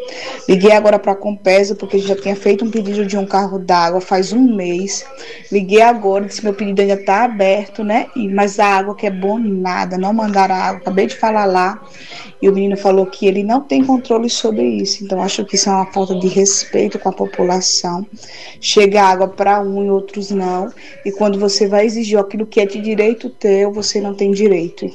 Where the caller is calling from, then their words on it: Pernambuco, Brazil; sou aqui de Lagoa Redonda